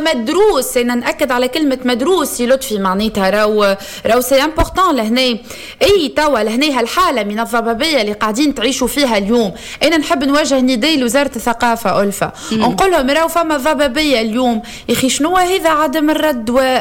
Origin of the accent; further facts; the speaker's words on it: Bizerte, Bizerte Governorate, Tunisia; وانا من بنزرت